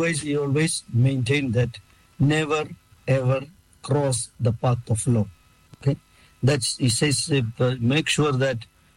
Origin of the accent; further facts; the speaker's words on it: India; moved away; my hometown in India